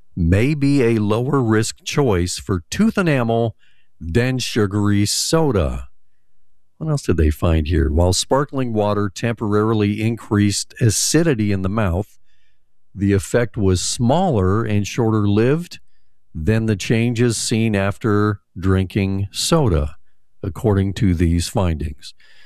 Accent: Lafayette, Indiana, United States; my hometown, shout out Lafayette, Indiana.

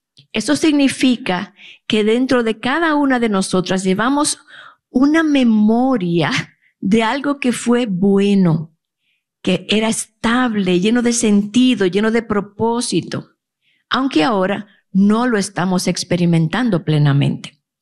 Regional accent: Dominican Republic; now in United States; Aquí hay dominicanas. ¡Wey! ¡Sí, mis compatriotas!

